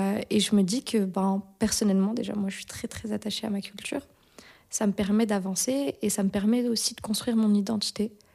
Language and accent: French; Morocco; born there; moved away; Bah, en fait, je ne suis pas née ici, je suis née au Maroc.